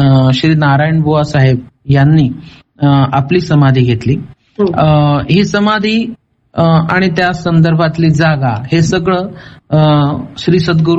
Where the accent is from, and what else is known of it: Dhule, Maharashtra, India; born or raised there